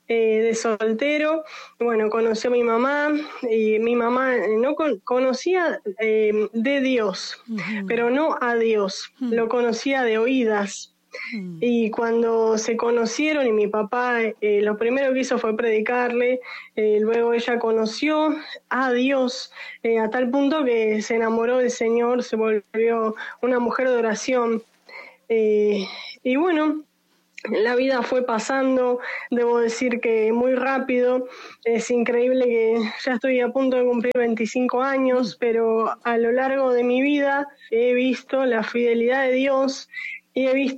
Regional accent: Buenos Aires, Argentina; tengo 24 años, soy de Buenos Aires

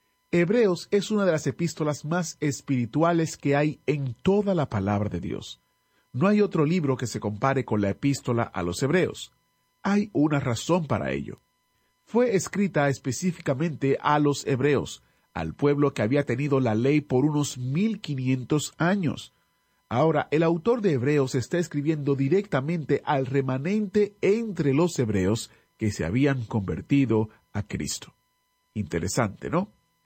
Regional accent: Guatemala; now in Hamilton, United States; Yo soy original de Guatemala, pero ya tengo 33 años viviendo en Estados Unidos de América. Vivo en New Jersey, en una ciudad que se llama Hamilton.

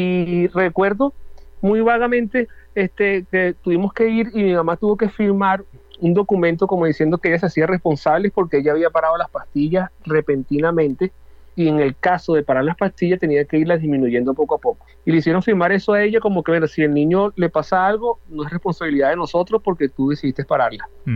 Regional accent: Venezuela; somos venezolanos y vivimos en Venezuela

